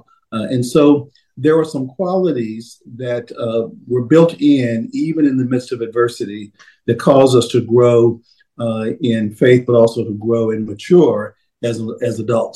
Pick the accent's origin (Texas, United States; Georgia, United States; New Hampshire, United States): Texas, United States; Dallas; I grew up in Dallas, Texas, the son of a shoe repairman by day and a janitor by night.